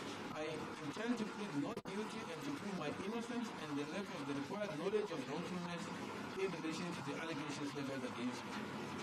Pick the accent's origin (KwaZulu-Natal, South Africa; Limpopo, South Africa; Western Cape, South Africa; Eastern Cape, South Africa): Limpopo, South Africa; Giyani; also born or lived in Malamulele; I'm a citizen of South Africa with identity number 881213-0736-085. I was born in Malamulele on the 30th day of December 1988 and I'm currently 38 years old. I attended primary school as well as high school at Kanyisa Education Center situated in Giyani.